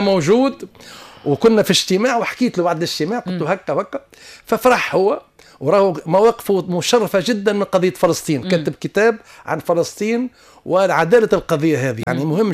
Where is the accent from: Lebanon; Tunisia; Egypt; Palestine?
Tunisia